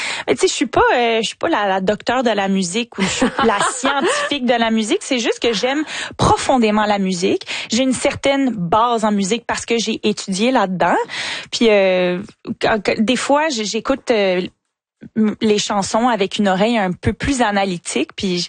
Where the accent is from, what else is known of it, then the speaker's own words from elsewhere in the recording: Montreal, Quebec, Canada; On est tellement bien au Québec. Vive le Québec. J'aime tellement, tellement ma ville, Montréal et le Québec en entier.